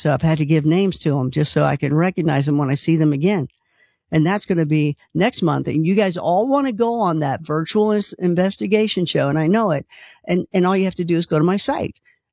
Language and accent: English; Kentucky, United States; Well, I'm from Kentucky, so we got to do a bourbon show.